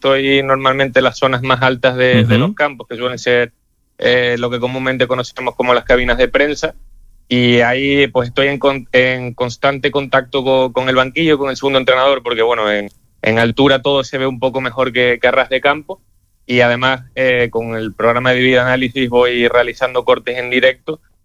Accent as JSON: {"language": "Spanish", "area": "Tenerife", "region": "Canary Islands", "country": "Spain", "tie": "born or raised there", "moved": "as an adult", "lives_now": "Madrid, Spain", "said": "yo soy de aquí, de Tenerife, he vivido pues hasta los 18 años en Tenerife y evidentemente tengo prácticamente toda mi familia aquí, todos mis amigos, mi entorno más cercano y evidentemente que lo echo de menos, pero estoy muy a gusto ahora en Madrid"}